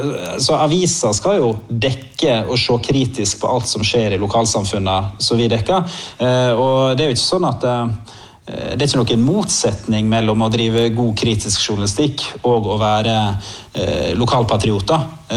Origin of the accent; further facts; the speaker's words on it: Førde, Vestland, Norway; now in Sogndal, Norway; Jeg er jo fra Førde i Sunnfjord egentlig.